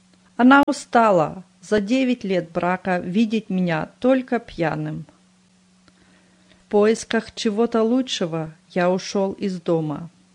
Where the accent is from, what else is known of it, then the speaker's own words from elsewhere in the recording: Western Ukraine, Ukraine; Родился я в Западной Украине в семье глухих. Родители были неверующие. Жили мы в общежитии, где в одной комнате проживало две семьи.